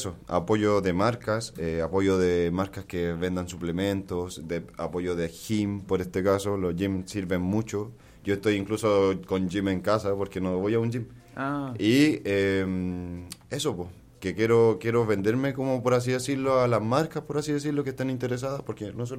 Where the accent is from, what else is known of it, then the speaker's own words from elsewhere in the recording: Curicó, Maule, Chile; Yo soy de aquí de Curicó